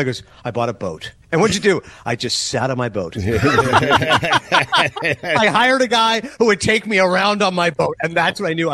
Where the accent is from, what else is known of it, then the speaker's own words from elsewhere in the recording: Canada; When you're a kid, you love the snow. Growing up in Canada, we get snow.